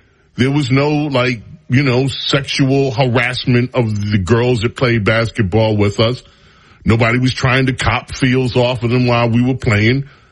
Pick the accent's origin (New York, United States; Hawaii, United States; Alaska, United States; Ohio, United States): New York, United States; New York City; born or raised there